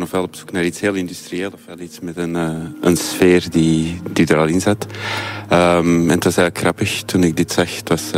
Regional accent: Antwerp, Flanders, Belgium; Ja, dat is echt mijn thuisstad. Ik ben hier geboren en getogen.

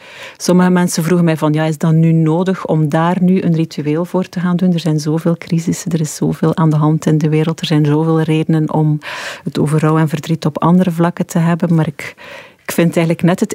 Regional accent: Flanders, Belgium; accent: Flemish; mijn accent gaan doen denken aan die Vlamingen die daar kwamen helpen.

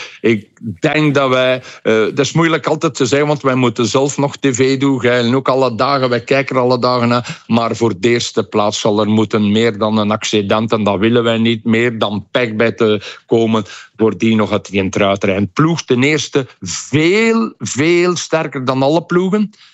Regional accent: Belgium; Voor mij, als Belg, zijnde, geef mij mijn Tischken benoot.

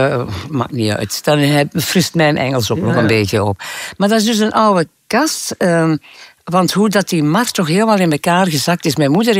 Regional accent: Turnhout, Flanders, Belgium; neem ik de telefoon op bij ons thuis in de Paterstraat in Turnhout.

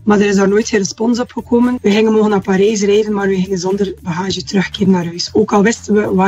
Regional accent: Bruges, West Flanders, Belgium; Wij komen van Brugge. Dat is niet dat we in een kwartier in de luchthaven staan.

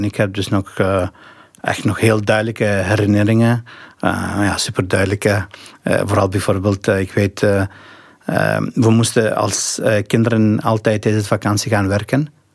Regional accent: Albania; moved away; Dat strookte helemaal niet met de realiteit waar ik ben opgegroeid. Dus het was helemaal een gesloten realiteit. Het noorden van Albanië was ook binnen Albanië zelf de armste regio van het land en eigenlijk ook de armste regio in heel Europa.

